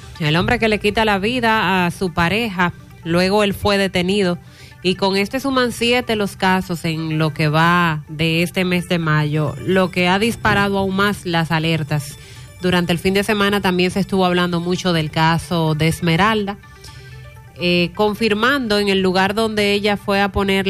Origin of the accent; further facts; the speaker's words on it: Dominican Republic; nos duele a todos como dominicanos.